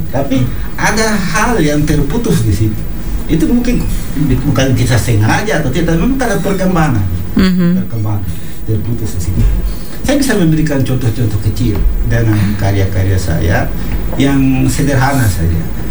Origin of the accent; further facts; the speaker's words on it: Fakfak, West Papua, Indonesia; kita di Fakfak ini